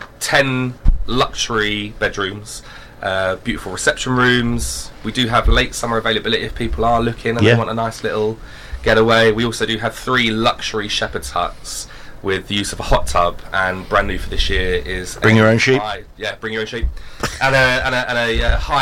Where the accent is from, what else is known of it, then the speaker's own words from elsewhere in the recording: Caister-on-Sea, East of England, United Kingdom; I grew up in Great Yarmouth in Caister, and there wasn't really much of this sort of thing when I was growing up. I mean, I'm not even that old. I'm in my early 30s still.